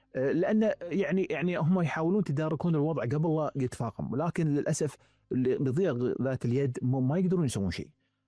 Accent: Kuwait; تقول انا وين عايش؟ هذا انا ديرتي يعني لما اعيش انا اكون في البيت هناك وبالكويت

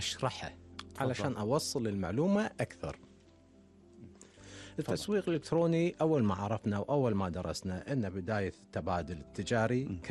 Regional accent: Kuwait; عندنا بالكويت

